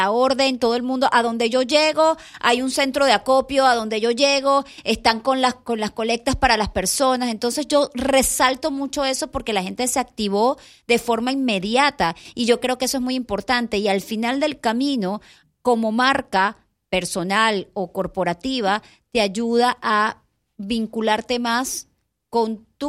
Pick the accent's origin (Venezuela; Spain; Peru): Venezuela; moved away; los que somos venezolanos venimos golpeados desde junio porque a pesar de que estábamos fuera, era vivirlo como que si estabas adentro.